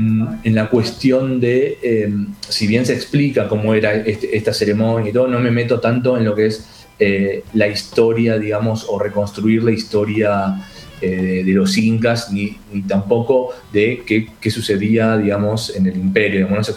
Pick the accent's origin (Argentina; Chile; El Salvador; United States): Argentina; nosotros como argentinos, como cultura, como nación